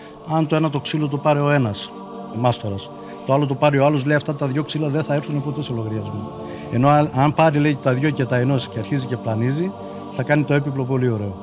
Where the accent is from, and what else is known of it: Greece